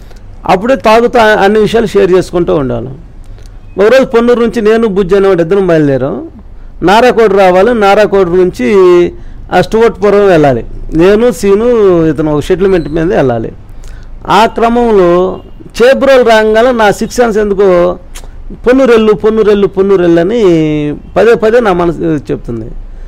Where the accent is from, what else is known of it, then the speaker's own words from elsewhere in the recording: Andhra Pradesh, India; పొన్నూరు నుంచి 2 కిలోమీటర్లు నాలుగు, మా ఊరు రెడ్డిపురాలు